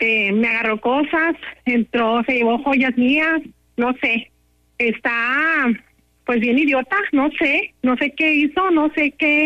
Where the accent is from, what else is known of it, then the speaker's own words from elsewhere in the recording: Monterrey, Nuevo León, Mexico; Sí, soy regia.